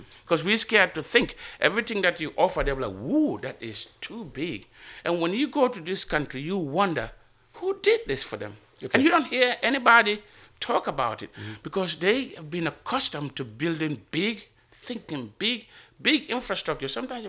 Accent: Gambia; I'm from the Gambia.

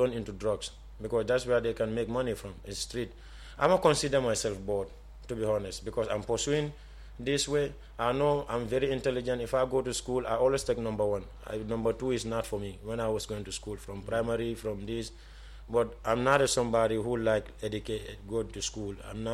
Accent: Banjul, Gambia; born there; I'm from Banjul, but... I'm not raised there, so I cannot.

